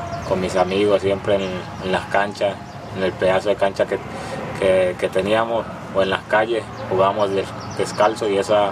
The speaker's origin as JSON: {"language": "Spanish", "town": "Magüí Payán", "region": "Nariño", "country": "Colombia", "tie": "born or raised there", "moved": "yes", "said": "Soy de Maguipaya, Nariño."}